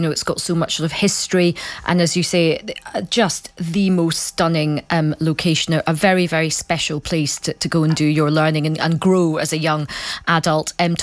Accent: Scotland, United Kingdom; I'm a Scot myself.

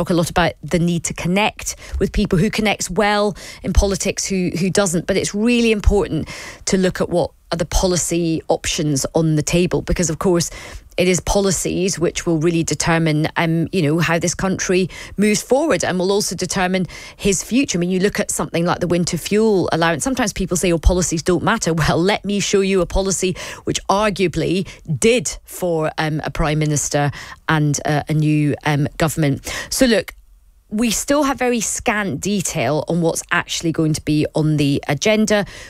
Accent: Scotland, United Kingdom; As a Scot

